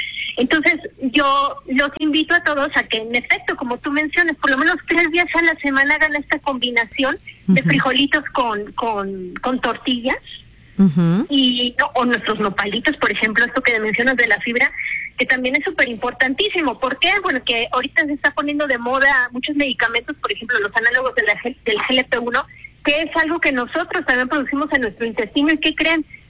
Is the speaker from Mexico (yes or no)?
yes; Mexico; representa nuestra identidad como mexicanos.